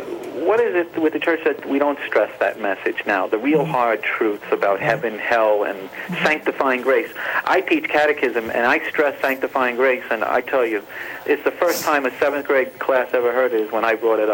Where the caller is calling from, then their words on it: Rockaway, New Jersey, United States; I'm calling from a hospital in Rockaway, New Jersey right now.